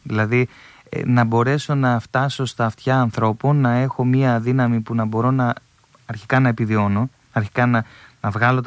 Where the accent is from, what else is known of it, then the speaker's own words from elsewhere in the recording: Thessaloniki, Central Macedonia, Greece; οι τραγουδιστές που είμαστε και από τη Θεσσαλονίκη